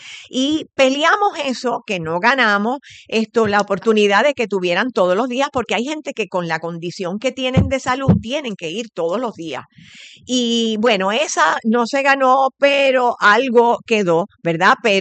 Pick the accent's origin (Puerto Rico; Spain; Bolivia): Puerto Rico; Río Piedras, San Juan; yo vengo de Río Piedras y hay gente que viene hasta de Trujillo Alto y van todos los días.